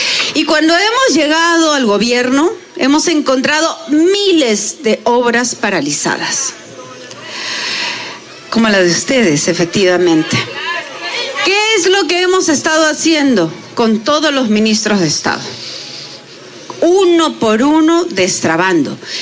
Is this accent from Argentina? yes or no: no; Peru; Es que así somos los peruanos, ¿no?